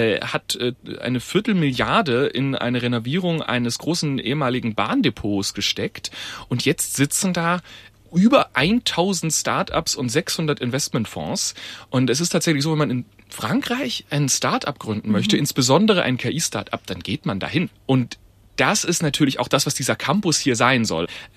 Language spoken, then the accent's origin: German; Heilbronn, Baden-Württemberg, Germany; born or raised there